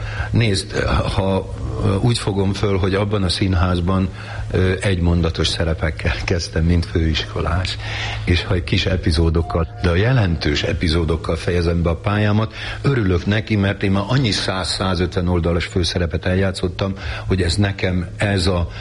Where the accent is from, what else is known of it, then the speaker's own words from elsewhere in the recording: Kunszentmárton, Jász-Nagykun-Szolnok, Hungary; Kúszen Mártonban, az Zrínyi utcában laktunk, és annak utcának a végén, ahogy megyünk Varjúhát felé, volt egy tér